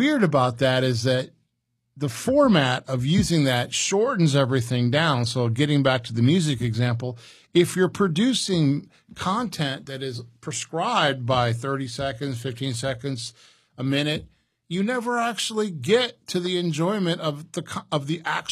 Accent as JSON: {"language": "English", "region": "Illinois", "country": "United States", "tie": "born or raised there", "said": "it wasn't dirty like coal or steel, where I grew up near Chicago, the steel makers."}